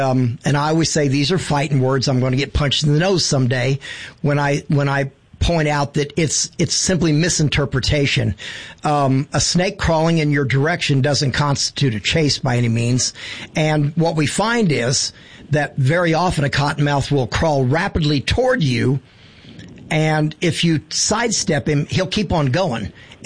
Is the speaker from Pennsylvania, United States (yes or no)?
no; Illinois, United States; moved away; as a little boy growing up in Illinois